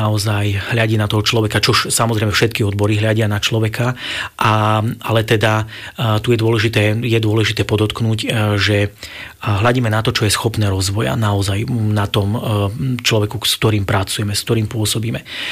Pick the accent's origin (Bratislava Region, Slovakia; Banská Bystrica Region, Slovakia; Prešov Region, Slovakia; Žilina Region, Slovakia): Banská Bystrica Region, Slovakia; Banská Štiavnica; Ja som bol zvyknutý z Banskej Štiavnice, z Intráku dole. To bolo x kilometrov ísť hore do školy pešo každý deň.